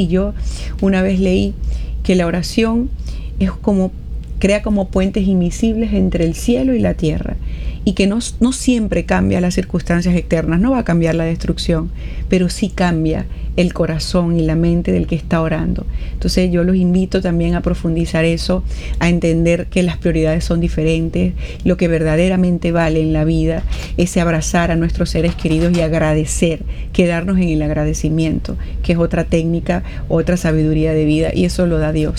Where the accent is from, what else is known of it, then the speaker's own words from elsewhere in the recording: Venezuela; mi mensaje final como venezolana